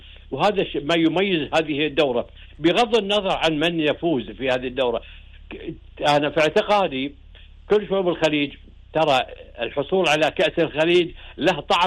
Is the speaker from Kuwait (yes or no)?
yes; Kuwait